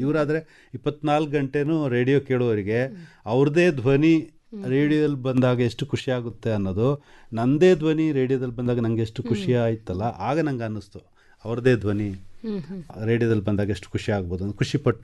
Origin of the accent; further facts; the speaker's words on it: Koyanadu, Karnataka, India; ನಮ್ಮೂರಿಂದ school ಸ್ವಲ್ಪ ಒಂದು ಕೊಯನಾಡು ಅನ್ನೋ ಊರು ಕೊಡಗಲ್ಲಿ